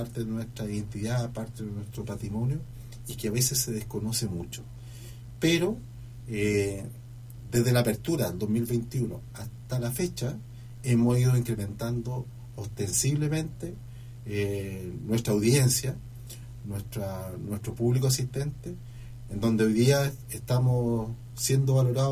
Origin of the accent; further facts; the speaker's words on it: Talca, Maule, Chile; also born or lived in Ñuñoa, Santiago, Chile; yo nací efectivamente en Santiago, en Ñuñoa, pero desde los 3 años en adelante he vivido en Talca. He estudiado en Talca y me he formado en Talca.